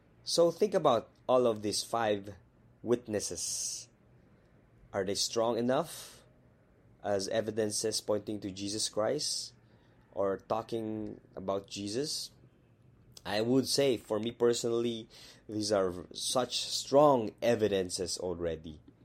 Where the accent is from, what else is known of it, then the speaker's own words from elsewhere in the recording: Baguio, Cordillera Administrative Region, Philippines; my hometown in Baguio City.